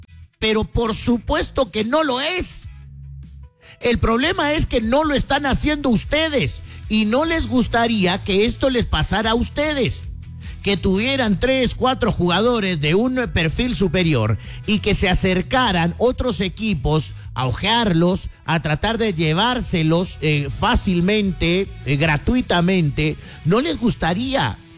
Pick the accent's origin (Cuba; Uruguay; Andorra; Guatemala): Guatemala; como somos los guatemaltecos.